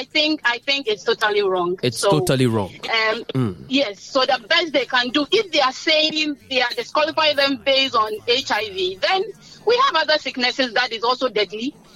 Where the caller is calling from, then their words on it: Sekondi, Western Region, Ghana; I'm calling from Sekendi.